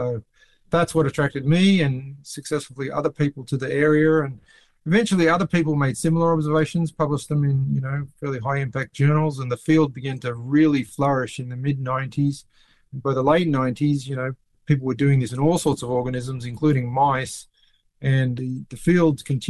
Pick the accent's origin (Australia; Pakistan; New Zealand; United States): Australia; born or raised there